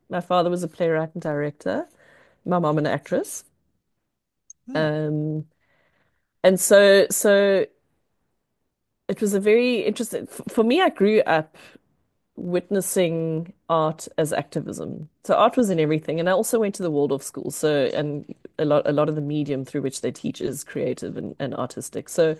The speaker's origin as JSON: {"language": "English", "town": "Pretoria", "region": "Gauteng", "country": "South Africa", "tie": "born or raised there", "said": "I grew up in Pretoria, which is the capital city of South Africa. During apartheid, I was born in the 70s, in 72."}